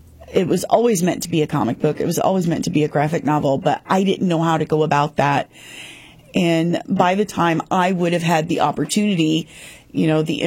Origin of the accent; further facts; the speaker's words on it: Farmington, United States; So I grew up disabled, and obviously in a rural area. I grew up in Farmington